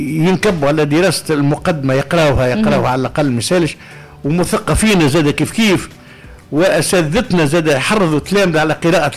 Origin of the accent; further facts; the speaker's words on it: Tunisia; انا كتونسي